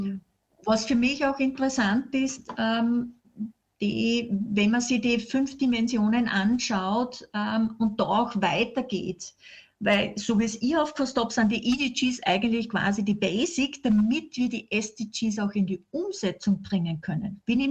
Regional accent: Austria; wir sind Österreicher

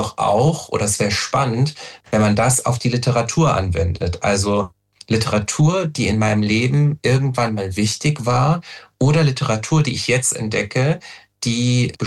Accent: Eifel, Germany; Also die Eifel ist meine Heimat, aus der ich komme und in die ich jetzt wieder gezogen bin.

